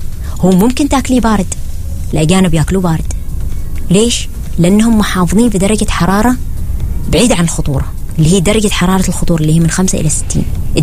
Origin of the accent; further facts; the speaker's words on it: Oman; حتى اللي يعيبني في بعض من المدارس هنا عندنا في عمان